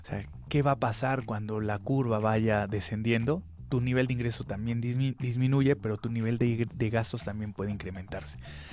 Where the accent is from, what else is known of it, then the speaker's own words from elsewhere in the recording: Mexico; como mexicanas y como mexicanos